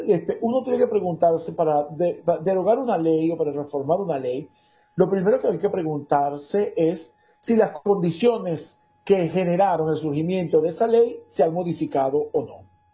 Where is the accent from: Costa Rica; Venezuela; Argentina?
Venezuela; nosotros como venezolanos